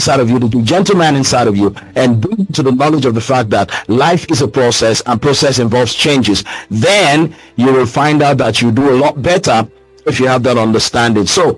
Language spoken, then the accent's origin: English; Rivers, Nigeria; I'm from River State